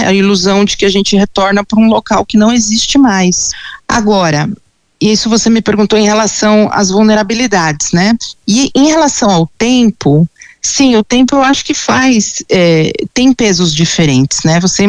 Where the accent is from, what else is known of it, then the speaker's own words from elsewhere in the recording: São Paulo, Brazil; eu sou aqui de São Paulo, eu desci em Cumbica, e eu até hoje eu moro na Zona Leste